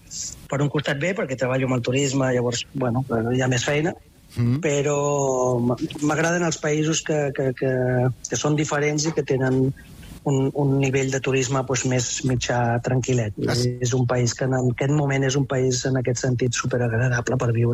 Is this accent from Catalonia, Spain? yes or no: yes; Guimerà, Catalonia, Spain; also born or lived in Sabadell / Balearic Islands / Canary Islands; now in Cape Verde; Vaig néixer a Sabadell, vaig criar a Guimerà, en un poblet de Lleida.